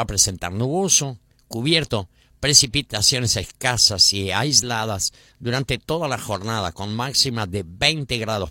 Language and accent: Spanish; Artigas, Uruguay; No, nacido en el centro, criado en Pueblo Nuevo.